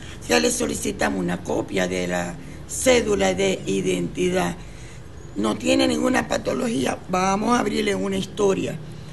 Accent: Maracaibo, Zulia, Venezuela; now in Machiques, Venezuela; Sí, yo soy maracucha, yo soy de Maracaibo, pero yo vivo en Machique.

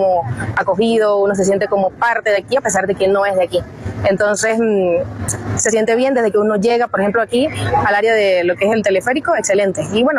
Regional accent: Zulia, Venezuela; Nosotros somos del Zulia, o sea, vengo con mis tíos

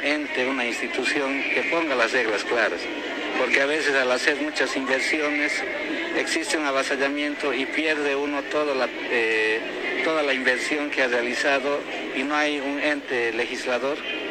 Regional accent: Potosí, Bolivia; como potosinos estamos pidiendo hoy en día que los potosinos también hagamos pues estas actividades

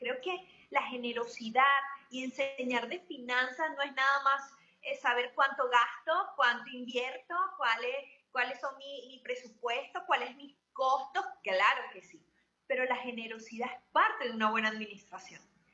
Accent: Venezuela; now in Barquisimeto, Venezuela; como venezolanos estamos en un completo duelo

